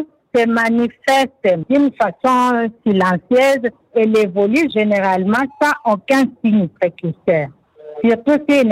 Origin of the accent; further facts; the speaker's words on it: DR Congo; ici, chez nous, en RDC